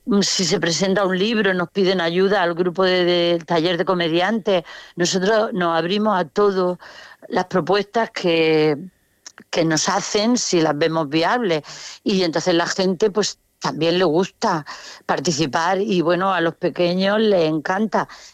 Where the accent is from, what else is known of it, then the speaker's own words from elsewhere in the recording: Region of Murcia, Spain; accent: Murcian; que se entienda nuestro acento sin renunciar a él. Pero el acento murciano a veces es fuerte y difícil de entender.